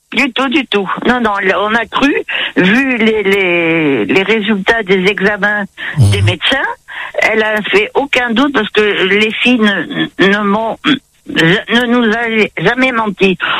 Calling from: Bergerac, Nouvelle-Aquitaine, France; moi, j'habitais Bergerac à l'époque

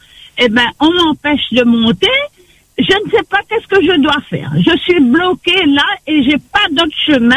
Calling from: Bras-Panon, Réunion; je réside à Brapanon.

